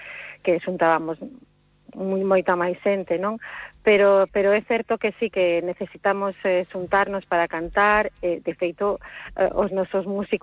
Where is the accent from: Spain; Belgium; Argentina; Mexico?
Belgium; Brussels; cando decimos, somos de Bruselas e nacimos en Bruselas